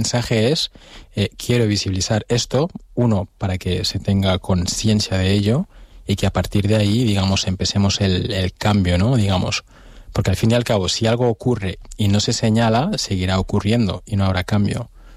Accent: Canary Islands, Spain; born there; also born or lived in Senegal; que hables con tu acento y te digan, vale, hablas bien, pero ¿de dónde es tu acento? Y si digo, nací en Canarias

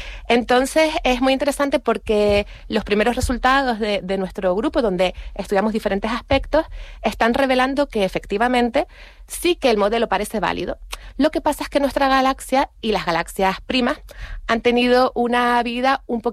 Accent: Canary Islands, Spain; como canaria, que cuidemos un poquito más nuestra isla

